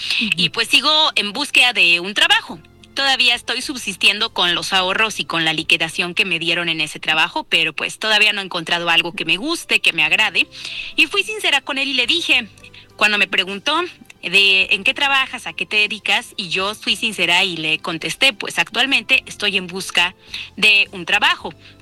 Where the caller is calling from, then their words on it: Puebla, Mexico